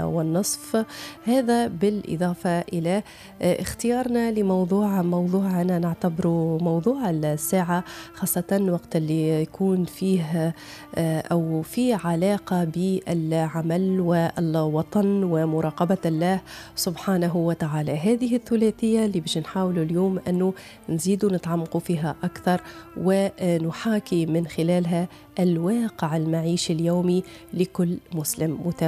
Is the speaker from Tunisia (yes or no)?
yes; Tunisia